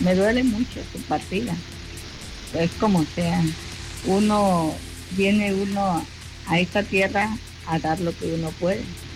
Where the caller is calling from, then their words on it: Tapachula, Chiapas, Mexico; Soy de Tapachula, Chiapas.